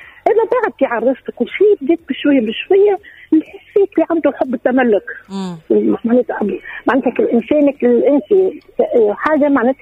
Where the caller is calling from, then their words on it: Nabeul, Nabeul Governorate, Tunisia; أنا إمنا من نابل